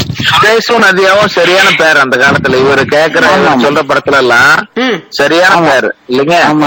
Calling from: Dharmapuri, Tamil Nadu, India; நான் தருமபுரி, நான் தருமபுரியில தான் இருக்கிறேன்

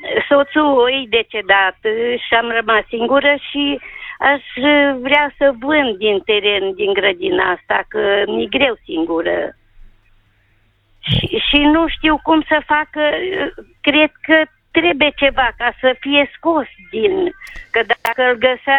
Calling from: Cluj-Napoca, Cluj County, Romania; din Cluj.

